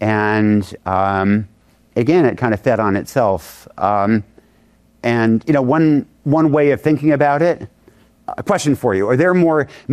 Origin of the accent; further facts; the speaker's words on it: Yamhill, Oregon, United States; I would come home to try to heal on the family farm that I grew up on in Oregon. And I always thought of it as God's country, right where the Willamette Valley goes into the coastal range. Beautiful place. My little hometown of Yamhill is population about 1,000 on a good day.